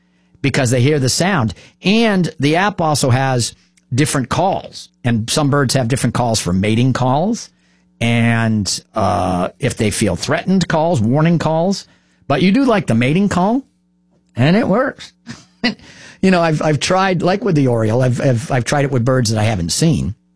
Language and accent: English; Marlboro, New Hampshire, United States; Marlboro, my hometown, is also having a big celebration because it's also Marlboro's 250th anniversary.